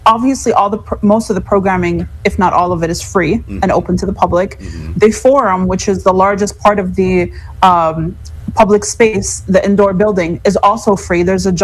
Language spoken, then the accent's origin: English; Chicago, Illinois, United States